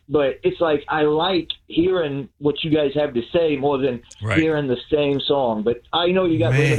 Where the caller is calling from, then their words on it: Indianapolis, Indiana, United States; I'm calling from Indianapolis.